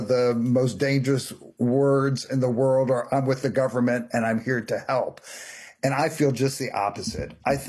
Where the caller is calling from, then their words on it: Netherlands; That's correct. We're speaking from the Netherlands.